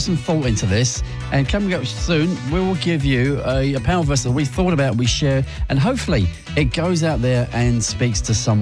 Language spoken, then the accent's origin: English; London, United Kingdom; moved away; I'm from South London. We cannot roll our R's.